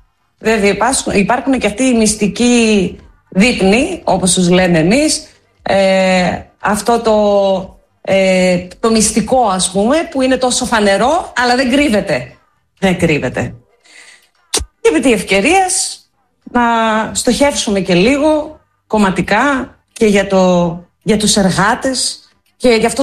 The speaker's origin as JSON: {"language": "Greek", "country": "Greece", "said": "ως Έλληνες, ως Έλληνες Ορθόδοξος λαός"}